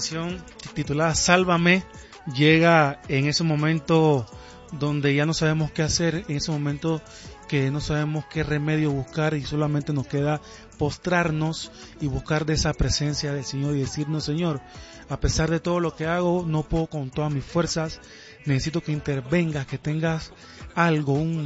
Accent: Panama; La neverita, le decimos en mi país también.

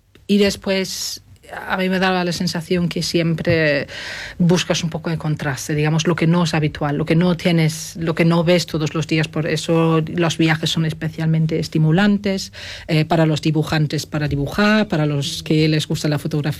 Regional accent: Northern Germany, Germany; Spanish is a second language; moved away as an adult; now in Amoeiro, Spain; como lo conocía de mi tierra natal

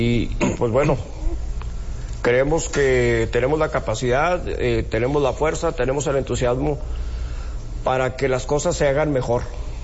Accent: Piedras Negras, Coahuila, Mexico; somos de Piedras Negras y tenemos que buscar cómo solucionar todas las deficiencias que tenemos en nuestra ciudad.

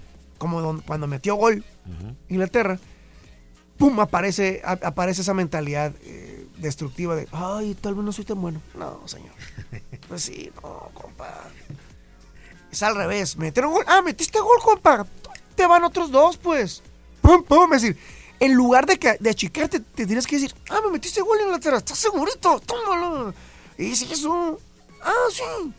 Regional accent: Mexico; Nadie las va a tener más que nosotros como mexicanos.

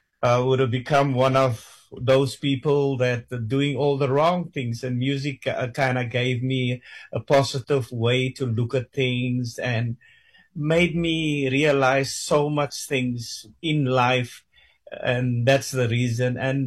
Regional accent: South Africa; moved away as an adult; now in Australia; I grew up in South Africa.

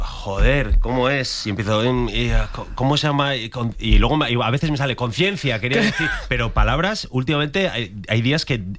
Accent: León, Castile and León, Spain; also born or lived in Hospital de Órbigo; mi padre es de un pueblo de León, mi madre es de Astorga, mi padre un pueblo que se llama Hospital de Órbigo y hemos vivido siempre en León, ¿no? Pero yo en mi pueblo paso los veranos, navidades

